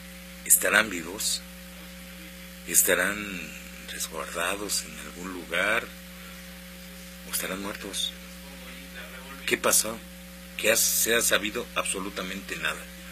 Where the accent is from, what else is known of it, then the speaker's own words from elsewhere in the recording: Mexico; como mexicanos estamos unidos